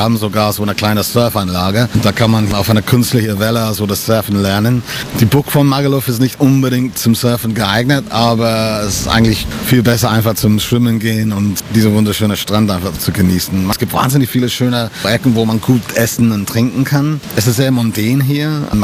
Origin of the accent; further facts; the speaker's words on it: England, United Kingdom; born there; German is a second language; moved away; also born or lived in Mallorca; Genau, ich bin gebürtiger Engländer.